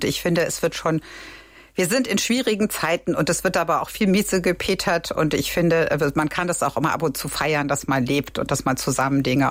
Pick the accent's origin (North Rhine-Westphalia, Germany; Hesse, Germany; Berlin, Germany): North Rhine-Westphalia, Germany; zum einen bin ich ein Ost-West-Gewächs, was man vielleicht nicht denkt, wenn ich sage, dass ich aus dem Bergischen Land komme. Mein Vater war ein Republikflüchtling aus Sachsen, ein Sorbe aus der Lausitz